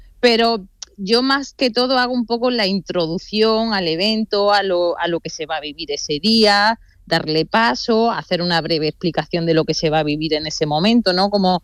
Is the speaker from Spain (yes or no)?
yes; Dúrcal, Andalusia, Spain; yo tengo, también porque vengo del mundo rural, yo soy de un pueblo, soy de Dúrcal, de Granada, del Valle del Lecrín, y mis padres tenían casas rurales.